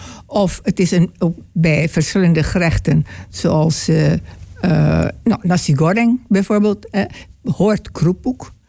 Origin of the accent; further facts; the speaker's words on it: Indonesia; moved away; En vroeger, toen ik klein was in Indonesië, dan stonden wij altijd bij de kokkie om haar heen.